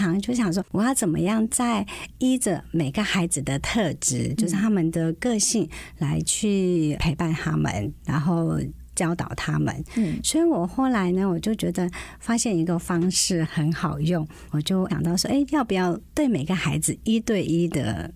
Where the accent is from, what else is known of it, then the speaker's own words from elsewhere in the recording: Meizhou, Guangdong, China; accent: Sixian Hakka; moved away as an adult; now in Taiwan; 来自中国广东梅州。